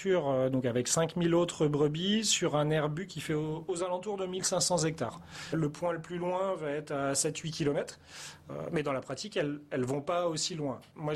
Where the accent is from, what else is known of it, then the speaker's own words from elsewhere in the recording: Avranches, Normandy, France; moved away as an adult; also born or lived in Brittany; je travaillais en Bretagne et donc je souhaitais revenir dans ma région natale. Je suis né à Avranches